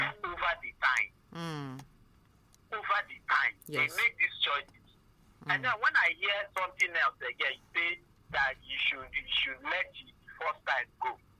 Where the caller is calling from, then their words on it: Abakaliki, Ebonyi, Nigeria; I'm calling you from Abakaliki.